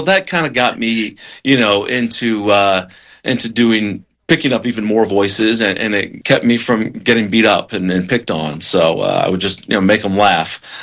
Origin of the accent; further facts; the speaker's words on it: Birmingham, Alabama, United States; moved away as an adult; also born or lived in Chicago; I grew up in Birmingham, Alabama, and I when I went to college, I spent 2 years at the University of Alabama.